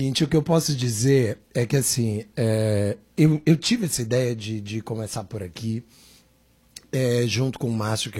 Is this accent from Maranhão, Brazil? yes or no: no; Aracaju, Sergipe, Brazil; o povo de Aracaju, que eu sou de Aracaju